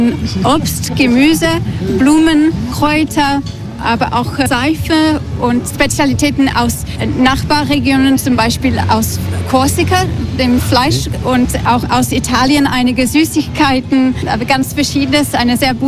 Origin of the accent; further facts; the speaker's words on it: England, United Kingdom; German is a second language; now in Antibes, France